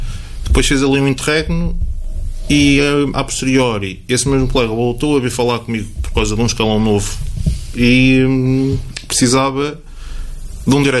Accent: Vouzela, Viseu, Portugal; moved away as an adult; Já não moro em Vozela, é verdade, mas estive em Vozela há 30 anos. Cresci em Vozela, tenho os meus amigos em Vozela, tenho a família em Vozela.

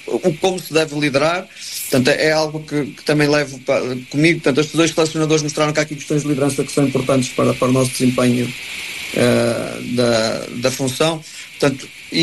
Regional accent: Portugal; como português, treinador português que tem feito grande parte da sua carreira no estrangeiro.

